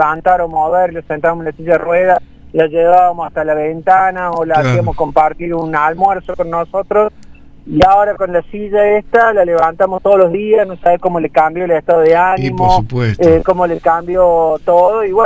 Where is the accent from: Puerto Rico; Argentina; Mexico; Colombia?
Argentina; Córdoba; Yo me considero un emprendedor cordobés.